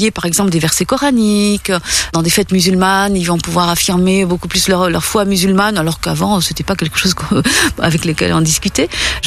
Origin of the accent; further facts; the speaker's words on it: France; born there; Je suis née en France. Mes parents sont arrivés pendant la guerre d'Algérie. En France, je me suis toujours sentie française et bien dans mes baskets.